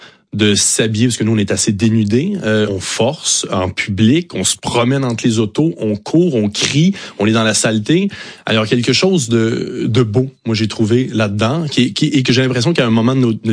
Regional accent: Quebec, Canada; mais sur le terrain éboueur, chez nous au Québec, ça réfère au français.

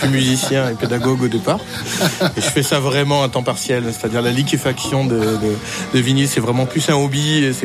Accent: Réunion; now in Toulouse, France; Je suis originaire de La Réunion.

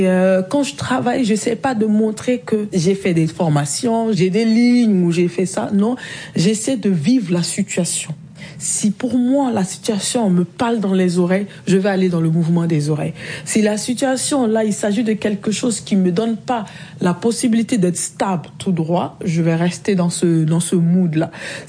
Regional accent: Côte d’Ivoire; Je suis repartie dans ce domaine-là en tant qu'Ivoirienne, prendre quelques mouvements du coupé décalé

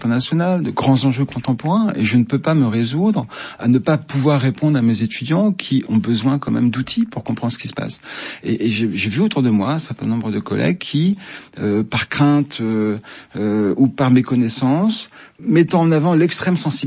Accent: France; Et moi, je suis français

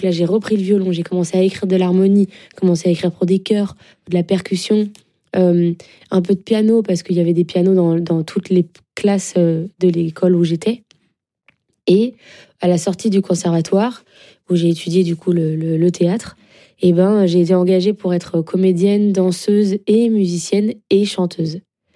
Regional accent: France; J'ai grandi en France et je suis allée au Brésil tous les ans, depuis toujours.

